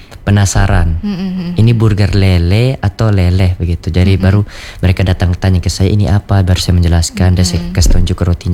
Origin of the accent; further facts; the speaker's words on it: Bali, Indonesia; now in Kupang, Indonesia; Oh, asalnya saya mama Jawa, papa Manggarai, tapi saya besar di Bali.